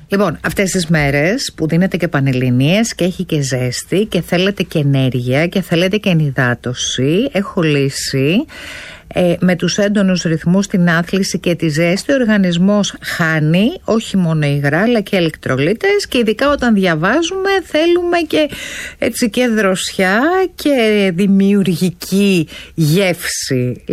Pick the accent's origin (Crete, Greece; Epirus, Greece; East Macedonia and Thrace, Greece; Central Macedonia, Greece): Central Macedonia, Greece; Serres; Εγώ είμαι από τα Σέρας.